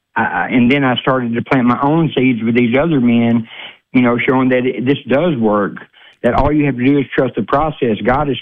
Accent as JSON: {"language": "English", "town": "Harrisburg", "region": "Arkansas", "country": "United States", "said": "I'm from Harrisburg, Arkansas."}